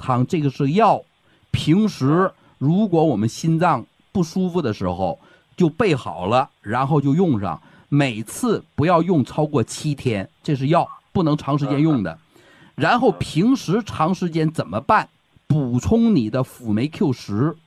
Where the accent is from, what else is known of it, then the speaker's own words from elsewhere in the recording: Northeast China, China; accent: Northeast Chinese; 就是我按我们东北话讲就是脸开始胖了